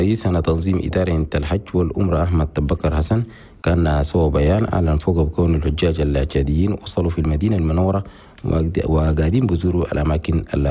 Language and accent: Arabic; Chad